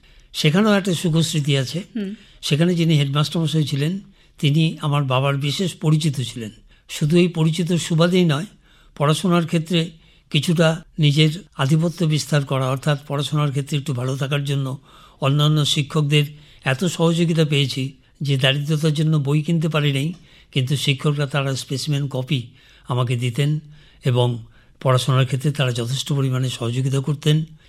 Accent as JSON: {"language": "Bangla", "town": "Siliguri", "region": "West Bengal", "country": "India", "tie": "born or raised there", "also_born_or_lived": "Dhunat, Sirajganj, Pabna, Bangladesh", "said": "শিলিগুড়িতেই প্রাথমিক শিক্ষা শুরু।"}